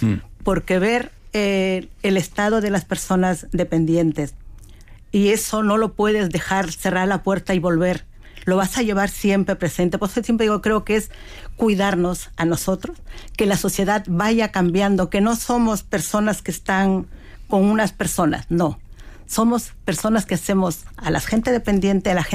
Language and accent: Spanish; Peru; now in Spain; Soy de Perú.